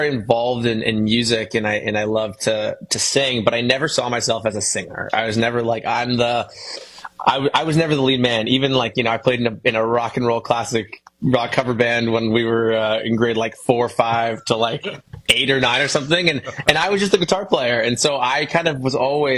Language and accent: English; London, Ontario, Canada; this artist who is an R&B singer from my hometown, which is London, Ontario.